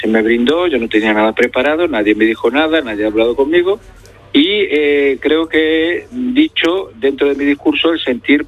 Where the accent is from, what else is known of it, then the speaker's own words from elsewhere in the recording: Ceuta, Spain; Nosotros los que somos de Ceuta y vemos el día a día